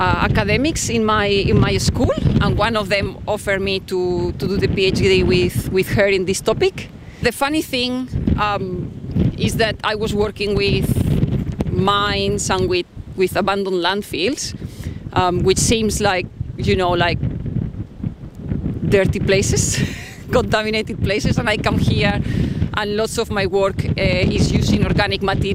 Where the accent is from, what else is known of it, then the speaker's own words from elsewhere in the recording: Madrid, Community of Madrid, Spain; now in Christchurch, New Zealand; Yes, I grew up in Madrid. So yeah, very big city compared with Christchurch.